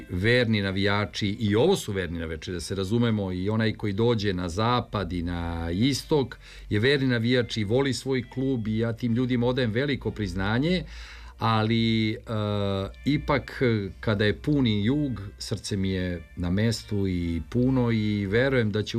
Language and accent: Serbian; Belgrade, Serbia; podsjeća na moje detinjstvo provedeno na Banovom brdu i Dorćolu, na neke prve simpatije, na bezbrižnost tog vremena